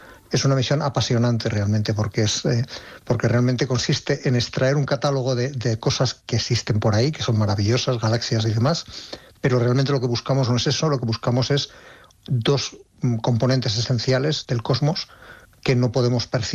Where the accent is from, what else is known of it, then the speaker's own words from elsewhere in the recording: Ávila, Castile and León, Spain; Sí, yo soy de Ávila y en Ávila tenemos unos cielos envidiables